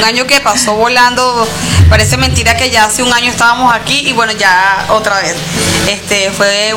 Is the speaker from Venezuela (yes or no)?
yes; Venezuela; porque estamos unidos como venezolanos